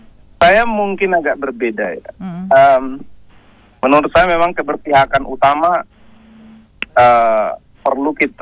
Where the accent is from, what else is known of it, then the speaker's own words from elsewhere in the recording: North Sumatra, Indonesia; Kebetulan saya orang Sumatera Utara, ya.